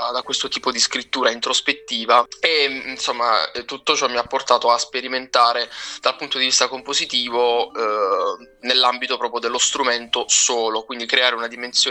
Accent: San Michele, Apulia, Italy; L'associazione di San Michele, il mio paese, ho iniziato il mio percorso musicale lì e poi ho continuato insomma in conservatorio

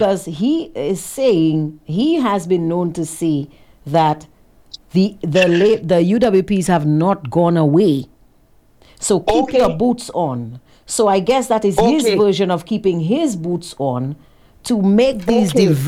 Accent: Castries, St. Lucia; born there; I was born in St. Lucia. I was born in St. Lucia at the Victoria Hospital.

